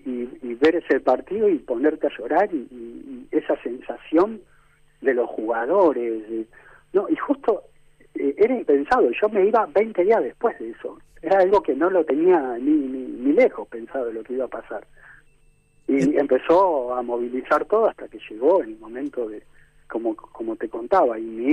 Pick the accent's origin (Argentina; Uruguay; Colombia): Argentina; lo loco que somos los argentinos